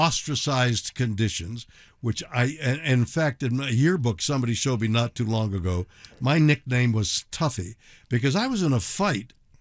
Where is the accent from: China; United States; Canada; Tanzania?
Canada; Montreal, Quebec; born there; Well, I was born in Montreal, French Canada, and there it's a very Catholic, it was in those years, very enclosed.